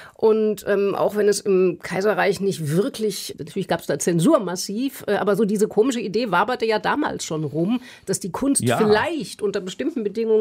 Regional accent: Frankfurt am Main, Hesse, Germany; Ich komme aus Frankfurt am Main.

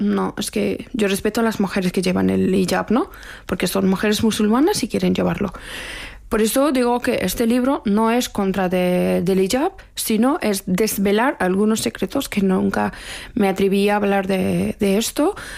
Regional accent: Afghanistan; Spanish is a second language; moved away; cuando yo salí de Afganistán salí con una bandera de Afganistán y no tenía nada

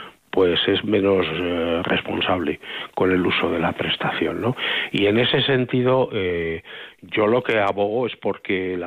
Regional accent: Burgos, Castile and León, Spain

